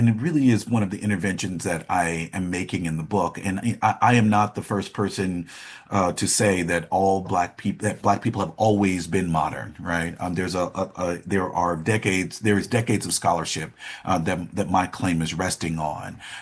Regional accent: Mississippi, United States; moved away as an adult; also born or lived in New York City; I moved from Mississippi, where Tougaloo is and where I was born and raised, to New York City.

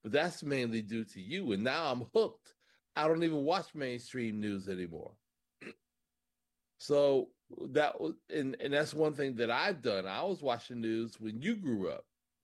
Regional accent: Buffalo, New York, United States; also born or lived in Maryland; I know that when I grew up in Buffalo and then later on in Maryland, and then even when I came to Howard University

